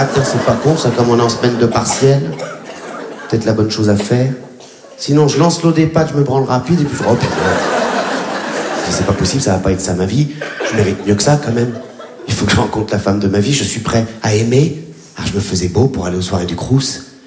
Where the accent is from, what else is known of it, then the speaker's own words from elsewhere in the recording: Réunion, France; moved away; quand j'étais gamin, mes ennemis à La Réunion, c'était les surfeurs.